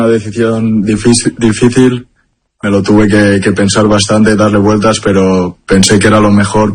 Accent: Valencian Community, Spain; A mí, yo como soy valenciano, me gusta el Valencia.

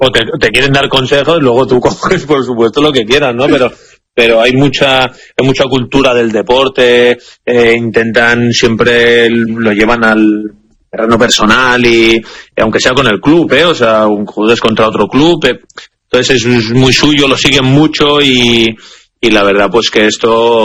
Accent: Spain; La verdad que yo soy español, iré con España

